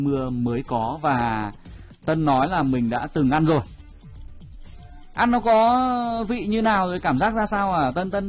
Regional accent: Nam Định, Vietnam; Đấy, nó là quê tôi nhưng mà là sau sáp nhập.

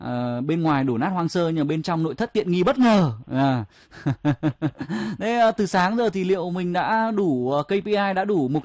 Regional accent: Nam Định, Vietnam; Đấy, nó là quê tôi nhưng mà là sau sáp nhập.

